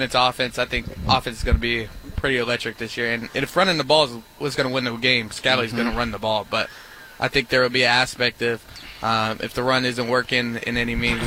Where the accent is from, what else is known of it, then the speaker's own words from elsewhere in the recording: Phoenix, Arizona, United States; now in Salt Lake City, United States; I'm from Phoenix, Arizona. I mean, I love AZ.